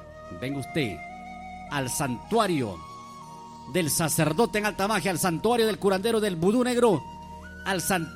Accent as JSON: {"language": "Spanish", "town": "Huacho", "region": "Lima", "country": "Peru", "said": "Yo soy de Huacho, mis hermanos."}